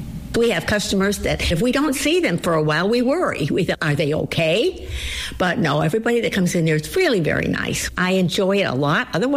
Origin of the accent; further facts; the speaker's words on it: Benton Harbor, Michigan, United States; born there; now in St. Joseph Township, United States; I was born in Mercy Hospital in Benton Harbor, and now I live in St. Joe Township, where I want to be.